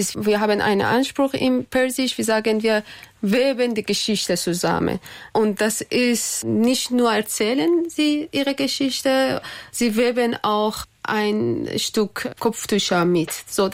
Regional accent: Iran; German is a second language; now in Hannover, Germany; meiner eigenen Erfahrung als Iranerin, sie in einem diktatorischen Land war

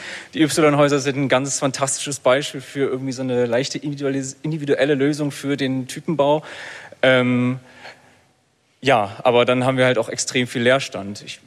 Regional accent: Leipzig, Saxony, Germany; moved away as an adult; da ich Leipziger bin. Also ich wurde in Leipzig geboren, ich bin dort aufgewachsen. Ich wohne hier. Ich wohne hier seit 5 Jahren, glaube ich.

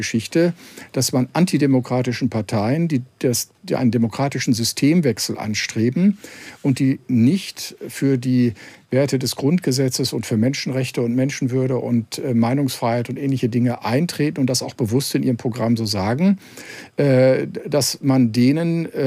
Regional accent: West Germany, Germany; Ich bin selber Westdeutscher.

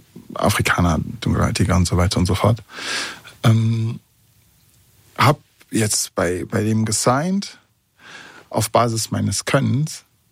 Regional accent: Bonn, North Rhine-Westphalia, Germany; Und das ist etwas gewesen, was mich A als Bonner, B als Freund und C als Gleichgesinnter hinsichtlich der Haltung dann halt auch irgendwo stolz gemacht hat.

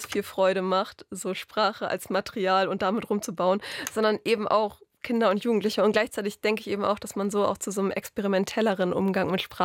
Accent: Northern Germany, Germany; Natürlich, ich komme aus dem Norden, ich habe diesen Nordentext geschrieben.

